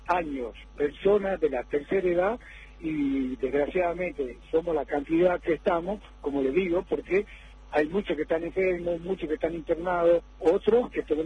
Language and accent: Spanish; Jujuy, Argentina; somos 514 familias jujeñas